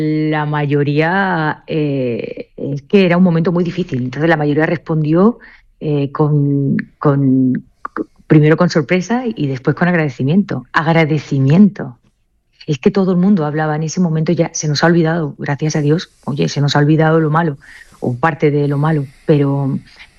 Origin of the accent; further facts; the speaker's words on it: Seville, Andalusia, Spain; Yo soy sevillana